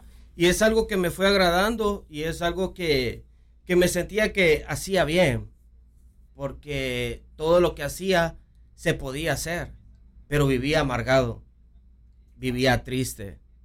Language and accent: Spanish; Honduras; Pastor, primeramente … soy originario de Honduras.